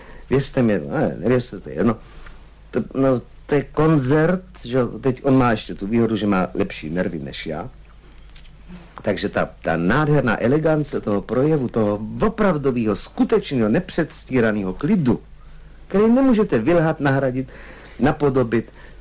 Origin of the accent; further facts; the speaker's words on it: Prague, Czechia; Já jsem prostý chlapec ze Smeček, který se vyšvihl.